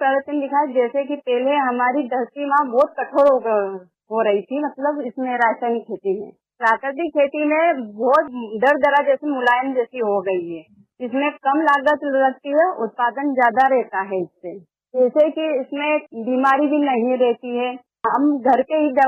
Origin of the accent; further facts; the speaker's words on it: Madhya Pradesh, India; मैं गांव नसलिया देवती से हूँ, जिला उज्जैन, तहसील मेदपुर।